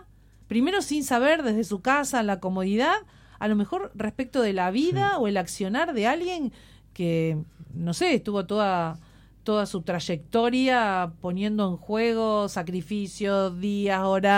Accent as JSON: {"language": "Spanish", "country": "Argentina"}